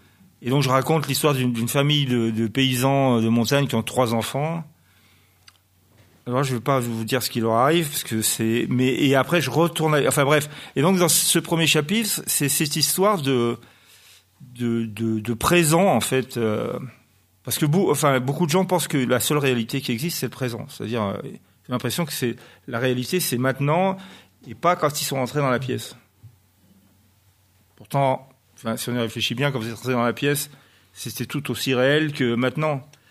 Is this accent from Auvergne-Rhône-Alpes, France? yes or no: yes; Grenoble, Auvergne-Rhône-Alpes, France; je suis grenoblois